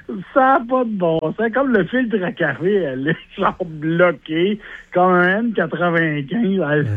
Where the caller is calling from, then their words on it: Trois-Rivières, Quebec, Canada; Je suis au Maxi à Trois-Rivières.